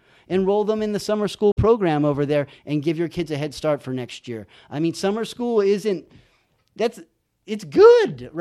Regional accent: San Bernardino, California, United States; born or raised there; also born or lived in San Felipe, Mexico

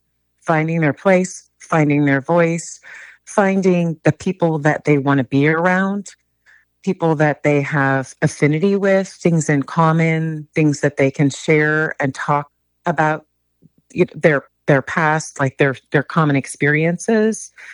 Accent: Perth, Ontario, Canada; now in Chico, United States; I'm from Canada and I grew up in a small town in Perth, Ontario.

